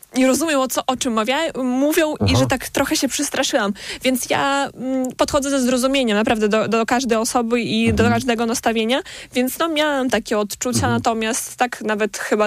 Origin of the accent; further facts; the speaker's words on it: Belarus; pomijając to, że jestem Białorusinką